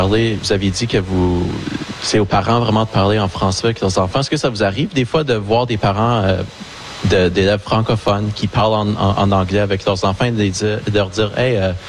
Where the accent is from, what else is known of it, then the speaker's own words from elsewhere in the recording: Ottawa, Ontario, Canada; moved away; je viens de l'Ontario, je viens d'Ottawa, puis j'étais à une école francophone